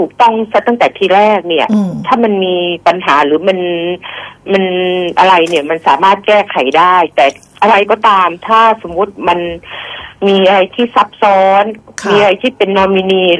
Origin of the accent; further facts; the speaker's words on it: Chachoengsao, Thailand; ดิฉันคนฉะเชิงเทราค่ะ